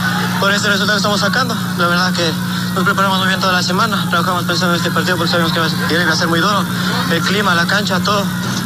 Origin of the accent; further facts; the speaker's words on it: Argentina; moved away as an adult; now in Guaranda, Ecuador; Mi familia está en Argentina